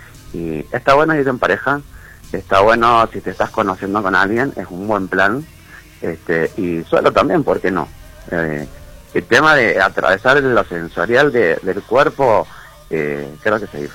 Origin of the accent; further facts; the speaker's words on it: Mendoza, Argentina; somos mendocinos, tenemos mucho talento